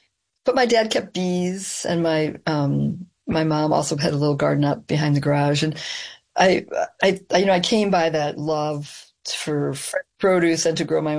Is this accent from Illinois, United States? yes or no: yes; Elgin, Illinois, United States; I was born and raised in Elgin, Illinois, which is a Rust Belt town just on the margins of Chicago.